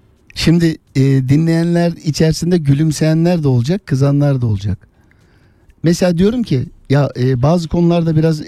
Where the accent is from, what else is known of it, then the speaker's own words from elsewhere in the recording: Istanbul, Turkey; Beşiktaş semtim benim. Oradaki dediğim gibi küçüğünü büyüğünü semt, yani yürüyüşüm bile Beşiktaş semtine ait bir özellik yani, o kadar söyleyeyim size. Orada doğdum büyüdüm. Hani iki sene kalmadım arkadaşlar yani. Onu söyleyeyim. 30 yaşına kadar oradaydım. Hala da oradayım.